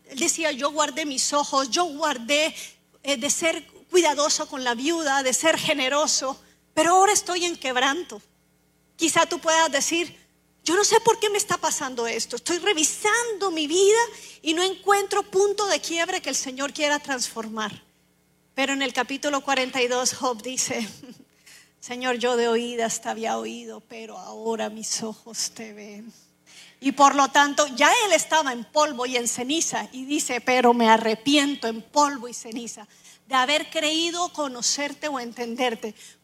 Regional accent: Colombia; also born or lived in Costa Rica / Orlando; now in Houston, United States; Yo soy de Colombia, había vivido 6 años en Costa Rica y yo amé Costa Rica

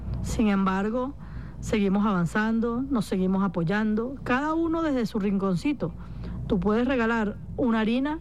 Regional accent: Venezuela; Nosotros no estamos acostumbrados como venezolanos a este tipo de situaciones.

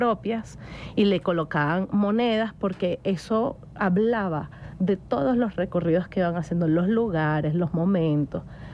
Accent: Venezuela

